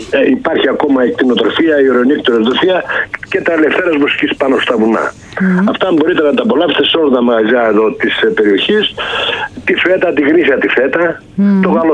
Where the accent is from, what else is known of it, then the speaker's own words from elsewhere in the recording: Monodendri, Epirus, Greece; Γιορτάζει το χωριό μου, το Σκανέλ.